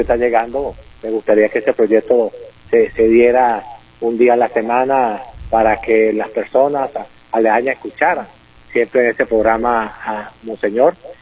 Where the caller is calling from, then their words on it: Guasdualito, Apure, Venezuela; Bienvenido a mi pueblo de Guadalito.